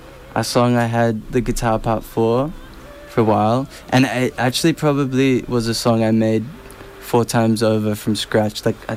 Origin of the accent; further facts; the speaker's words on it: Auckland, New Zealand; now in Melbourne, Australia; I'm from North Auckland.